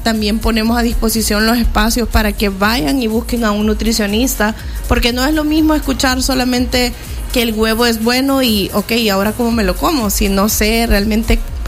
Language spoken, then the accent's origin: Spanish; El Salvador; como salvadoreños tenemos que vivir con huevos.